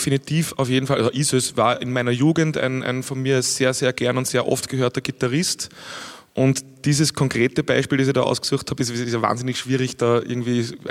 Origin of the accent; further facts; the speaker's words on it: St. Florian, Upper Austria, Austria; Ich war mit meiner Mutter in der Musikschule St. Florian, wo ich aufgewachsen bin, die Schwester vom Blockflötenunterricht abholen.